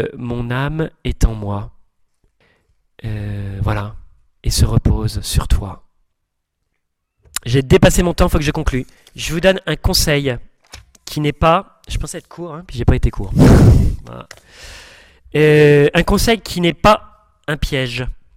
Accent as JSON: {"language": "French", "region": "south of France", "country": "France", "said": "Mais comme je viens du Sud, vous voyez, j'avais un peu enflé l'affaire."}